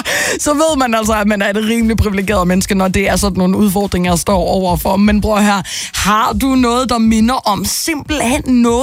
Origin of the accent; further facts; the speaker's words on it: Jutland, Denmark; jeg er jyde, og jeg er nærig.